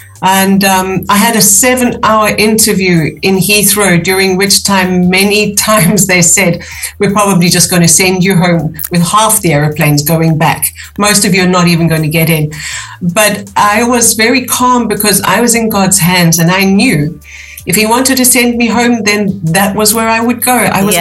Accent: Durban, KwaZulu-Natal, South Africa; now in United Kingdom; I was raised in Durban in South Africa, and I was the middle child of six.

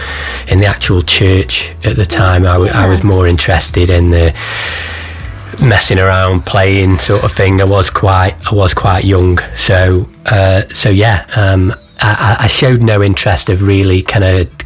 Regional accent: Stoke-on-Trent, West Midlands, United Kingdom; born there; Okay, so I was born in here in Stoke-on-Trent.

